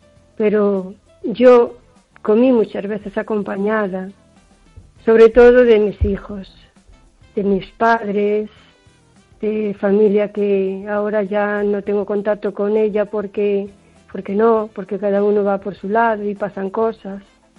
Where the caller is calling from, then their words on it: O Carballiño, Galicia, Spain; Hola, Esther … de Carballiño.